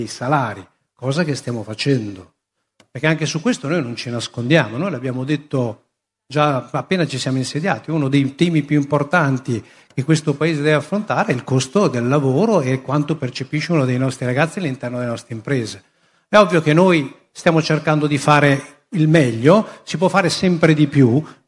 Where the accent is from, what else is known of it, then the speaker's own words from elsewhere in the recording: Maranello, Emilia-Romagna, Italy; Io sono di Modena, Maranello